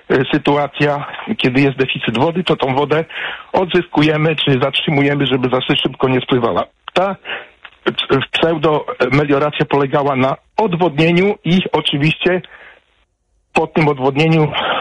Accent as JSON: {"language": "Polish", "town": "Radzymin", "region": "Masovian Voivodeship", "country": "Poland", "tie": "born there", "said": "Urodziłem się niedaleko od Warszawy, bo w Radzyminie"}